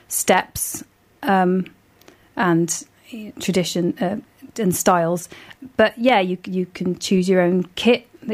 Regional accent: Bradford-on-Avon, South West England, United Kingdom; moved away as an adult; now in Frome, United Kingdom; I grew up nearby in Bradford-on-Avon, and I moved to Froome 7 years ago

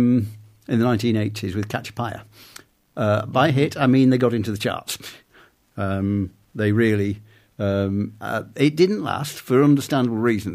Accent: Marple, North West England, United Kingdom; moved away; I grew up in Marple in Stockport.

